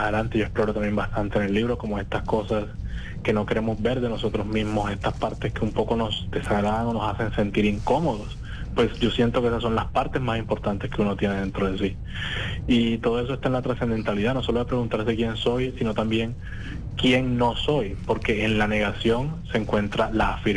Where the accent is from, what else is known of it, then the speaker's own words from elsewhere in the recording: Cartagena, Bolívar, Colombia; Luego nos mudamos para el barrio de Los Alpes. Allá viví casi toda mi infancia y parte de mi adolescencia.